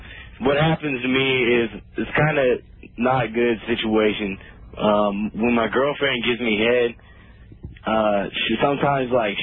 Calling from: Modesto, California, United States; I'm calling from Modesto.

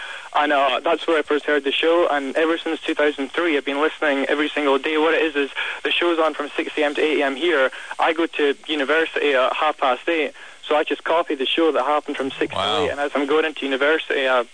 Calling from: Dundee, Scotland, United Kingdom; Dundee, Scotland.

